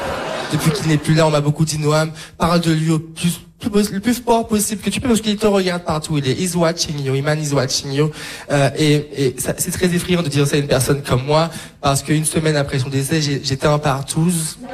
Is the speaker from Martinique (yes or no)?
yes; Martinique; Et je parle du deuil avec beaucoup de distance parce que je suis martiniquais. Il faut savoir qu'en Martinique, on a une veillée funéraire, on a un enterrement et un after.